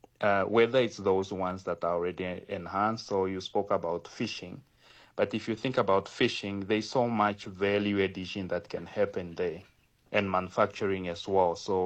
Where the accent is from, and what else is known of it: Namibia